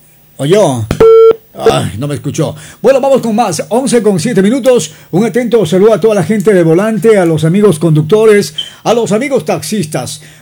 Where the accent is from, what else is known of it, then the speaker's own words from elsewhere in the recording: Esmeraldas, Ecuador; yo como los esmeraldeños no sabemos las calles